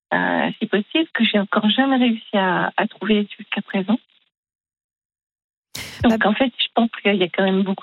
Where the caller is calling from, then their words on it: Anglet, Nouvelle-Aquitaine, France; Eh bien là, je suis vers Anglette pour l'instant.